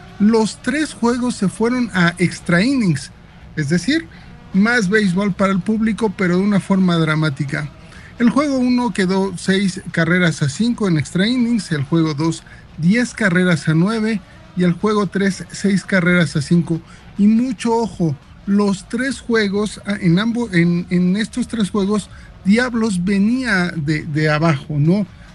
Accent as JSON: {"language": "Spanish", "country": "Mexico"}